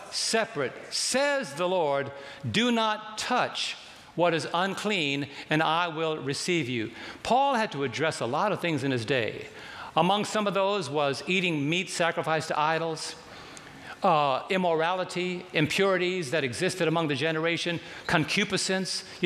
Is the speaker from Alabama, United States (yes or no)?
no; New York City, New York, United States; I was raised in New York City